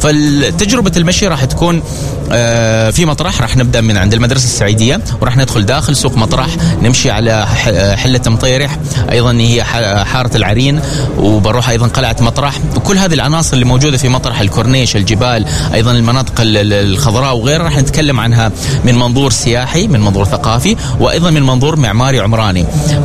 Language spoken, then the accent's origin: Arabic; Oman; عندنا في عمان يعني مسقط جميلة بناسها طبعا، جميلة مثلا بخضارها ببنيتها التحتية